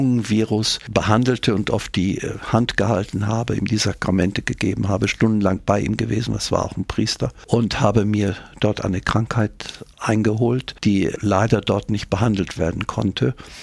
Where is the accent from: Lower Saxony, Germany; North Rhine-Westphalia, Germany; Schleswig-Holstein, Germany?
North Rhine-Westphalia, Germany; Rheine; born or raised there